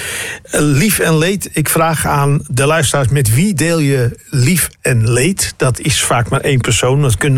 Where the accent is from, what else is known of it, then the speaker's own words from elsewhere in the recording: North Holland, Netherlands; born there; ze komen uit de streek waar ik opgroeide.